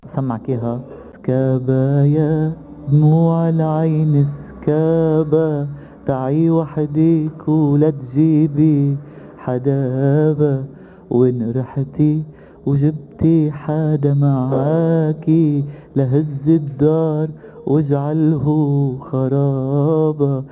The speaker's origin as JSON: {"language": "Arabic", "town": "Amchit", "region": "Keserwan-Jbeil", "country": "Lebanon", "tie": "born or raised there", "also_born_or_lived": "Beirut", "said": "أنا من قرية ساحلية تقع على ساحل البحر الأبيض المتوسط تدعى عمشيد، وتقع هذه القرية بالقرب من مدينة جبيل الأثرية بيبلوس المعروفة باسم بيبلوس."}